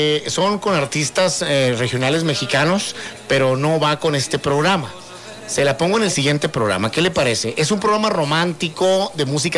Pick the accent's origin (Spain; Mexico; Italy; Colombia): Mexico; Fíjate que sí tengo, soy mexicano.